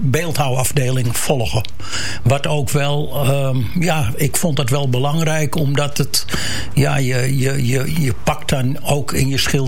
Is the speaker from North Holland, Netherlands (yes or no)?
yes; Amsterdam, North Holland, Netherlands; now in Den Helder, Netherlands; Ja, ik kom uit Amsterdam.